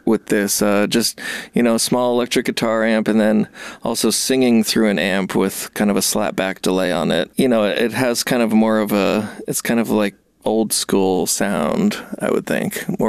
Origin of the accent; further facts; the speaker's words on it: Brattleboro, Vermont, United States; moved away as an adult; now in Los Angeles, United States; I grew up in Brattleboro, and I lived there till I was about 27. And I loved living there